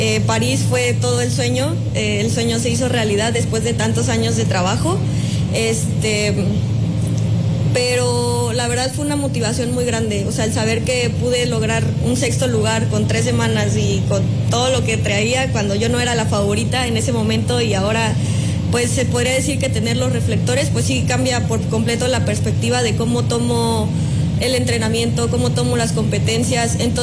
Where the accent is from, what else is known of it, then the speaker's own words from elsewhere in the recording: State of Mexico, Mexico; also born or lived in Chiapas; yo nací en Chiapas, pero toda mi vida, bueno, casi toda mi vida viví en el Estado de México por el trabajo de mis papás